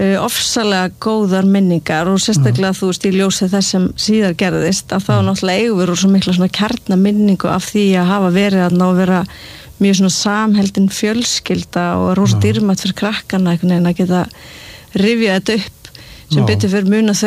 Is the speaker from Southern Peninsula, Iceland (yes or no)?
no; Seltjarnarnes, Capital Region, Iceland; Já, ég ólst upp á Seltjarnarnesi þar til ég var 12 ára og svo flutti í vesturbæinu.